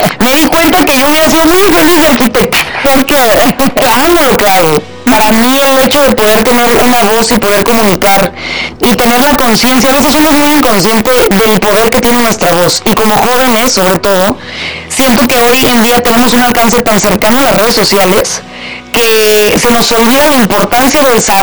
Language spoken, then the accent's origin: Spanish; Celaya, Guanajuato, Mexico; moved away as an adult; Yo nací en Celaya, Guanajuato. Ajá. Yo soy provinciana, orgullosa y me encanta mi ciudad. Salí de ahí a los 18 años por necesidad